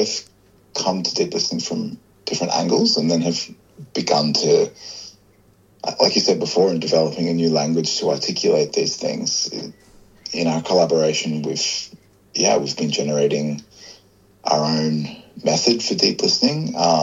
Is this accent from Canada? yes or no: no; Australia; I'm here, you know, as a visitor, an outsider, and also as an Australian.